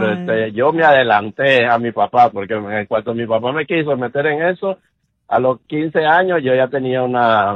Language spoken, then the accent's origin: Spanish; Nicaragua; Ya, entonces, de Nicaragua.